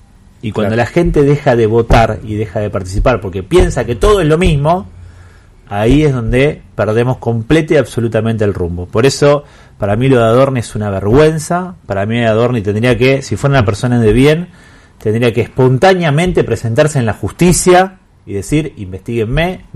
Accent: Santa Fe, Argentina; nos terminamos siendo cargo los santafesinos de que eso suceda.

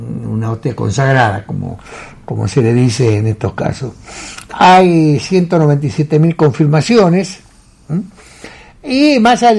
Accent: Sunchales, Santa Fe, Argentina; moved away; yo cuando tenía 9 años tomé la primera comunión en mi pueblo, en Sunchales

